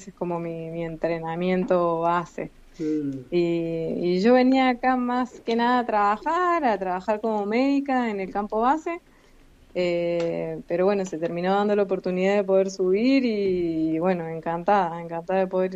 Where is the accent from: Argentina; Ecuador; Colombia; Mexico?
Argentina; soy la tercera argentina